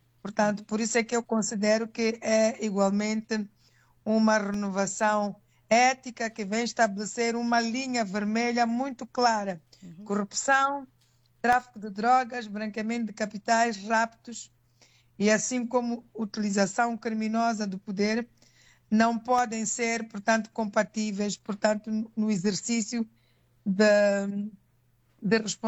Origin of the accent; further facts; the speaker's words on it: Mozambique; é uma mensagem que toca a todos nós enquanto moçambicanos.